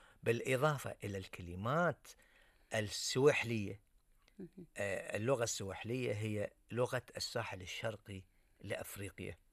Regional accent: Bahrain; لكن أقول لك أن عندنا في البحرين هناك أيضا زار نسائي وزار رجالي.

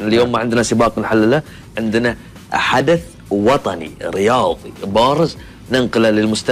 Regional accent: Bahrain; إحنا بحرينيين

